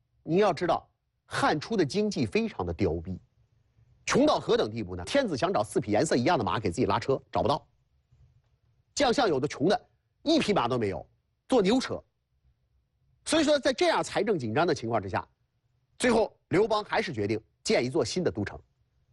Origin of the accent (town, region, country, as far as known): China